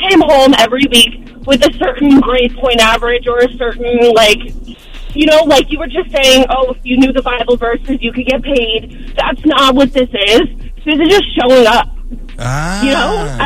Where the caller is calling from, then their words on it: New Jersey, United States; I'm calling from New Jersey.